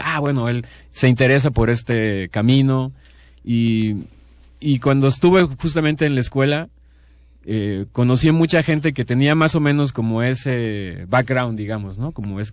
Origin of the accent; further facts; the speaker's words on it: Chiapa de Corzo, Chiapas, Mexico; Yo soy originario de Chiapas, de Chiapa de Corzo, crecí allá donde la marimba, el folclore es parte de la sociedad.